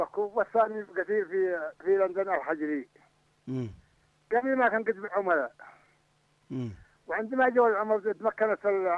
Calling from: Shibam Kawkaban, Al Mahwit Governorate, Yemen

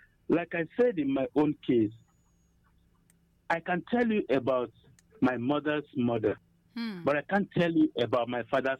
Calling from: Enugu, Enugu State, Nigeria; call from Enugu.

